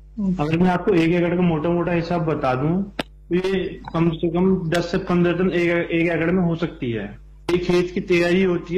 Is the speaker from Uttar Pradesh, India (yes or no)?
yes; Bulandshahr district, Uttar Pradesh, India; मैं रहने वाला जिला बुलंदशहर पुर्जा, मेरे गांव का नाम ग्राम गवाह है